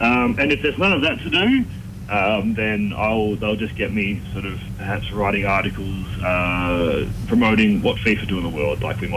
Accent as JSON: {"language": "English", "region": "New South Wales", "country": "Australia", "tie": "born or raised there", "said": "But I grew up on a farm called Integrity Farms."}